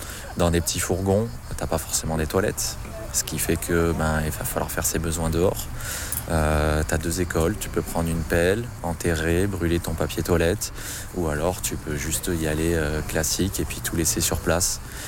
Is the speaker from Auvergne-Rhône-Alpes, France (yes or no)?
no; Provence-Alpes-Côte d'Azur, France; Oui, tu sais, je viens de la Côte d'Azur, donc les barrières à 1m90, 2m, oui, on les connaît.